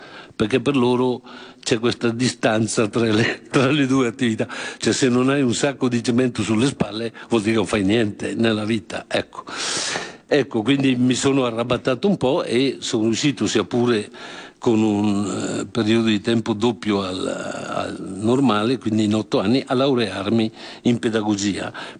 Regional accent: Trescore Balneario, Lombardy, Italy; Trescore Balneario, che è il mio paese nativo.

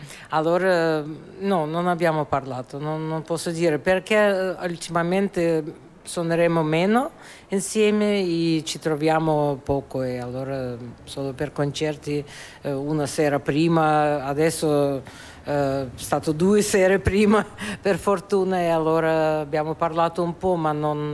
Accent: Moscow, Russia; Italian is a second language; moved away; quando io ho avuto 15 anni ancora da Mosca

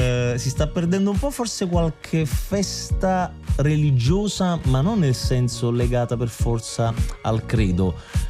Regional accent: Giugliano in Campania, Campania, Italy; Ma la mia infanzia è Giuliano in Campania.

